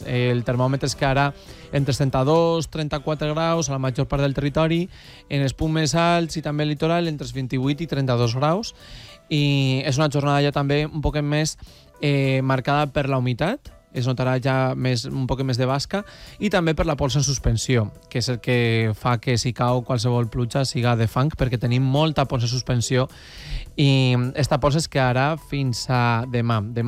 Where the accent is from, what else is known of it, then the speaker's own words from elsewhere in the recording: Valencian Community, Spain; Jo ja saps que som d'interior i jo sempre tiré pa casa.